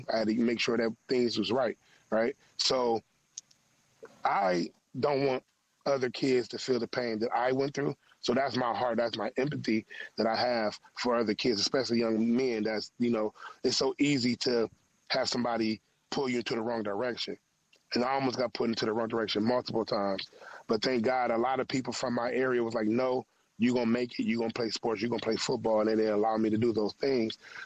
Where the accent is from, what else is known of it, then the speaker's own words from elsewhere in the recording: Cleveland, Ohio, United States; because I felt a lot of pain growing up in Cleveland, Ohio.